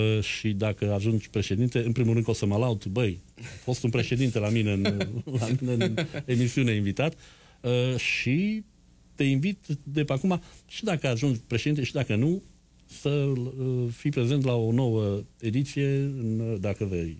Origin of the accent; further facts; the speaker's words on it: Cluj County, Romania; moved away; eu mă duc anual la Cluj. Ăla e satul meu. E frumos și Morealul, dar satul meu tot Clujul rămâne.